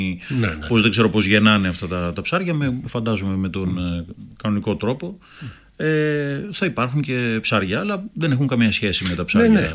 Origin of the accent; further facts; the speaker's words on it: Greece; Αυτά τα οποία και εμείς σαν Έλληνες θεωρούμε ψάρια